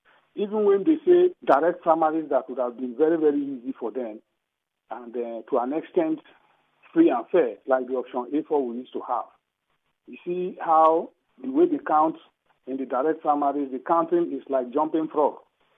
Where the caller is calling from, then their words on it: Yenagoa, Bayelsa, Nigeria; I'm calling you from Yenegua.